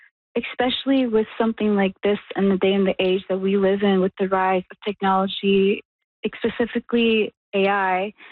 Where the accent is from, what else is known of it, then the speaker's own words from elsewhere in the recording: Fort Providence, Northwest Territories, Canada; growing up in Fort Providence, there wasn't really a lot of resources around art in general.